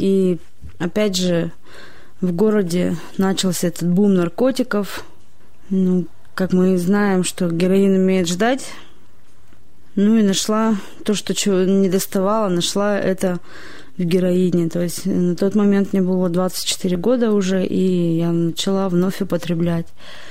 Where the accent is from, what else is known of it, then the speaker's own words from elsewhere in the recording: Nizhny Tagil, Sverdlovsk Oblast, Russia; мне 30 лет. Родилась и выросла в Нижнем Тагиле.